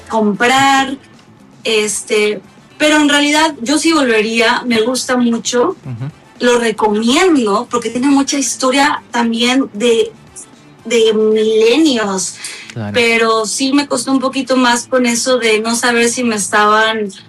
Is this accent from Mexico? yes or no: yes; Mexico; also born or lived in Spain; Soy mexicana y española.